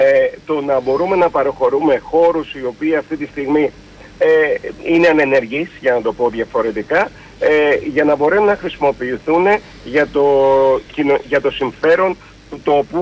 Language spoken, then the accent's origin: Greek; Peloponnese, Greece; έχω δουλέψει 15 χρόνια στον τόπο μου